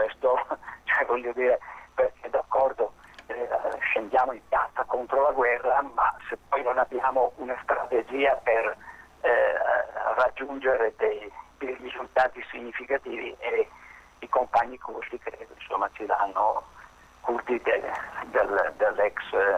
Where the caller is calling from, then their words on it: Lombardy, Italy; Chiamo dal Lago di Seo